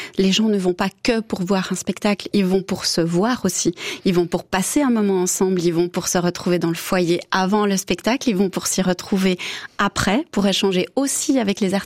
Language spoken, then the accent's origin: French; Biel, Bern, Switzerland; moved away as an adult; Je viens quand même de Bienne.